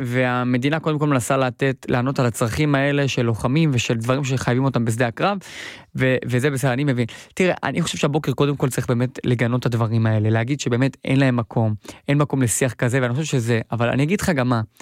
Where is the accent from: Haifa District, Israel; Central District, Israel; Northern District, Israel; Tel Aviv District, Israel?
Tel Aviv District, Israel; Bnei Brak; אני באתי מהרחובות האלה, גדלתי שם, בבני ברק